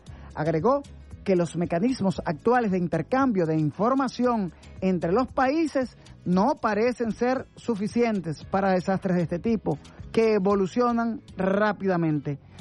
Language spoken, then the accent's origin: Spanish; Venezuela; nuestro compromiso como pueblo venezolano